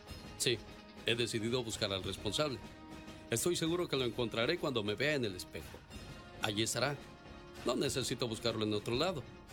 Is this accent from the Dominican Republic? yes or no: no; Mexico; Esta es una reflexión para todos nosotros que somos mexicanos y hemos llegado a un país donde queremos seguir llevando nuestros malos hábitos y nuestras viejas costumbres.